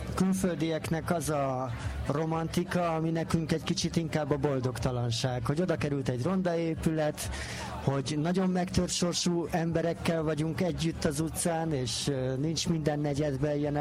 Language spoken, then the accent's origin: Hungarian; Hungary; Látod, én ezt magyarként erőtlenségnek élem meg, nem nyugodtságnak, egy Szerbiához képest.